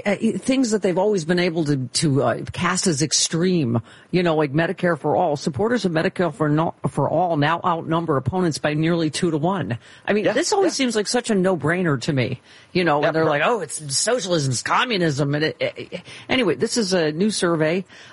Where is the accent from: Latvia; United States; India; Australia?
United States; Buffalo, New York; I grew up in Buffalo, so yes, I'm familiar.